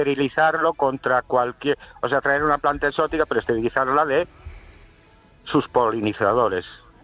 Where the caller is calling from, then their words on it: Ourense, Galicia, Spain; de Ourense.